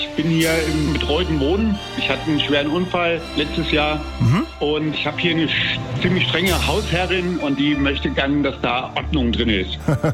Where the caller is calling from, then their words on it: Frankfurt, Hesse, Germany; Ich rufe aus Frankfurt an, aus dem wunderschönen Sachsenhausen.